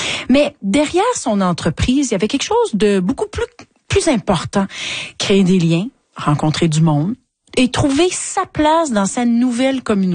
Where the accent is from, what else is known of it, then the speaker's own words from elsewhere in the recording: Ontario, Canada; Je suis née en Ontario, j'y ai passé une grande partie de ma vie.